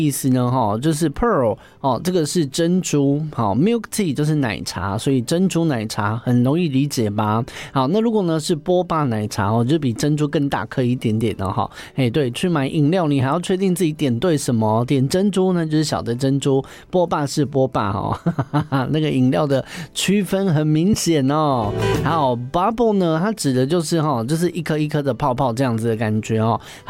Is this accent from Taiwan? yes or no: yes; Taichung, Taiwan; 这个就是爱公的台中啊，哈，就是温刀啦，我的家乡。